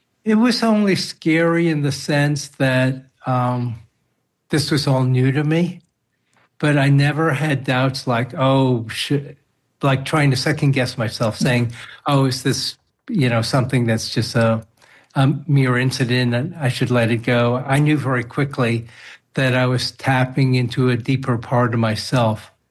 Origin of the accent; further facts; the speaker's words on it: New York City, New York, United States; also born or lived in Manhattan / Long Island; As a Chinese American, I was born in Manhattan, grew up in Fresh Meadows, Queens, and then on Long Island.